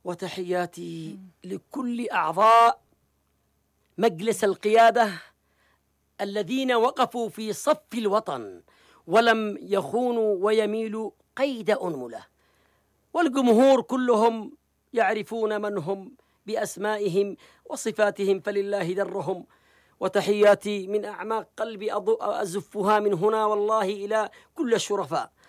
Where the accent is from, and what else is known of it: Yemen